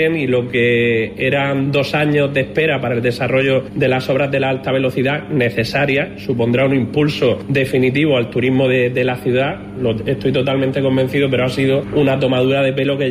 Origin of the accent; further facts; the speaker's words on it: Lorca, Region of Murcia, Spain; Como lorquino, yo vivo en Lorca. Quería seguir viviendo en Lorca, aunque mi puesto de trabajo está en Murcia.